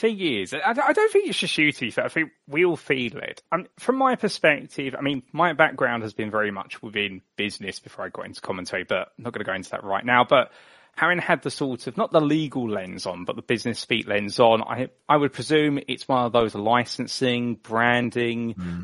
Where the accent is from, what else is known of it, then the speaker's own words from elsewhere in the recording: United Kingdom; growing up in the United Kingdom and watching British motorsport and Formula One